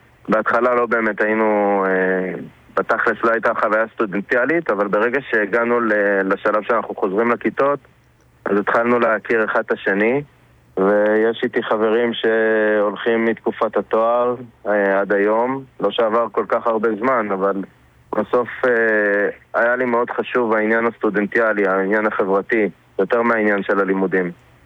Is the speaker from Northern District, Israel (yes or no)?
yes; Kiryat Shmona, Northern District, Israel; moved away as an adult; now in Misgav Am, Israel; אני כל חיי גדלתי בקריית שמונה, ואחרי זה עברנו למשגבם, אשתי בת משק.